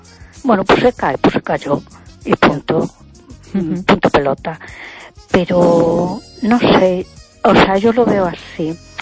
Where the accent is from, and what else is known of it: A Coruña, Galicia, Spain